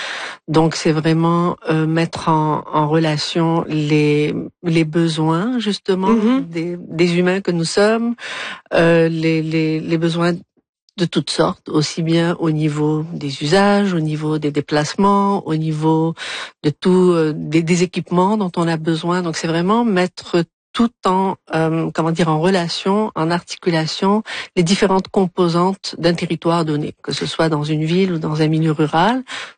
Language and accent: French; Algiers, Algiers Province, Algeria; Donc, je voyais, il y avait une ligne d'horizon. Et donc, moi, je suis vraiment natif d'Alger.